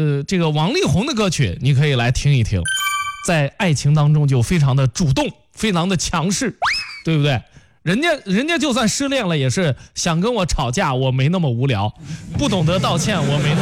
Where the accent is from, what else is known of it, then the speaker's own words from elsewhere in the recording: Qinyang, Henan, China; 你像我们那儿沁阳，我们那儿土话应该叫鱼焦炒啊，